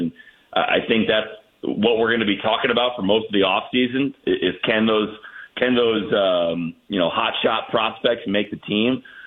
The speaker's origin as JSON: {"language": "English", "region": "Indiana", "country": "United States", "tie": "born or raised there", "said": "went to be a Cardinals fan growing up in Indiana."}